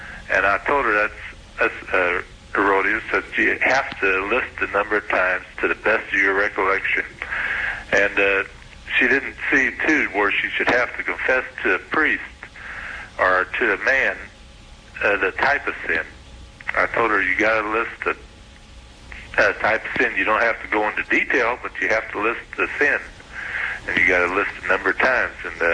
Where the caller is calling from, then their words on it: Evansville, Indiana, United States; Evansville, Indiana.